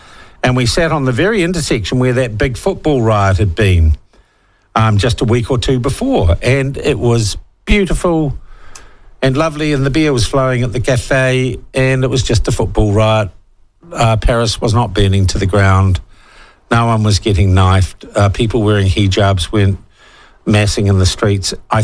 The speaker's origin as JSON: {"language": "English", "country": "New Zealand", "said": "I'm a New Zealander. Oh, I've never met a New Zealander."}